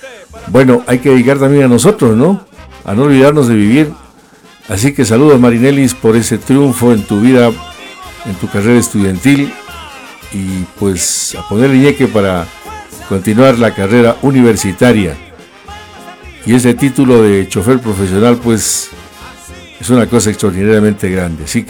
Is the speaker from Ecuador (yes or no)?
yes; Gualaceo, Azuay, Ecuador